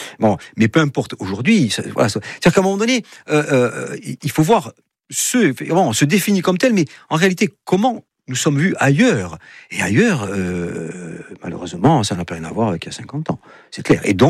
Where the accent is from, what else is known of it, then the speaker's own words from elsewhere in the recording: Corsica, France; on est des Corses aujourd'hui, de 2025, avec nos défauts, nos qualités.